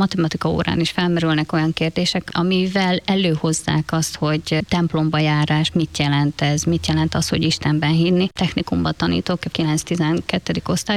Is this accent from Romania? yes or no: no; Zakarpattia Oblast, Ukraine; moved away as an adult; now in Balassagyarmat, Hungary; Mi Kárpátaljáról származunk. 2022. február 24-én jöttünk át a határon.